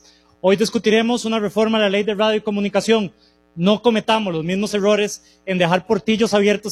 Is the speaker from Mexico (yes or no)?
no; Costa Rica